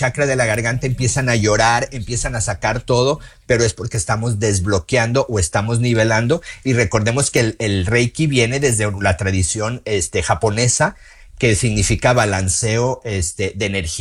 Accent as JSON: {"language": "Spanish", "country": "Mexico", "said": "en donde le llamamos la mollera, las personas que venimos de México, sí, ahí se encuentra"}